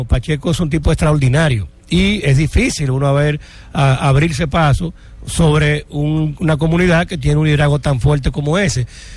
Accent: Santo Domingo, Distrito Nacional, Dominican Republic; yo no soy nativo de esa circunscripción, sí soy nativo de la capital, pero no de esa circunscripción.

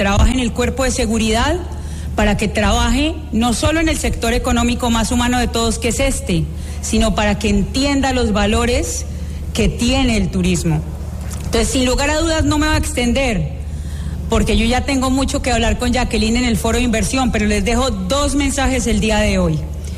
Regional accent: Dominican Republic; como dominicanos nos sentimos profundamente orgullosos

